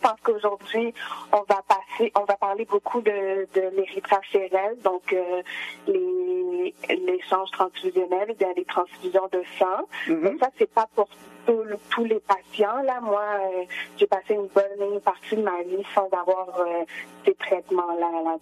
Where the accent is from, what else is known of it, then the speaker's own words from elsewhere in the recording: Quebec City, Quebec, Canada; also born or lived in Cap-Haïtien, Haiti; now in Montreal, Canada; Je suis originairement du Cap-Haïtien. J'ai grandi à Québec, puis là maintenant, je suis à Montréal. Donc, je suis un peu de différentes places.